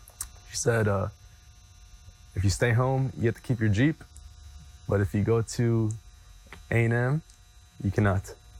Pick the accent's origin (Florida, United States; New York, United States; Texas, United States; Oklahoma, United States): Texas, United States; Temple; also born or lived in Rio Grande Valley; I first lived in Temple, Texas, up north.